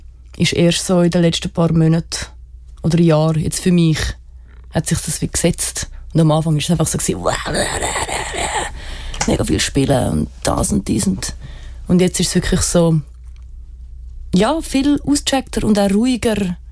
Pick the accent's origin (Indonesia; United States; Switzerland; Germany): Indonesia; Bandung, West Java; in Bandung, Indonesien, wo ich aufgewachsen bin, hat es so Fester gehabt, so Dorffester.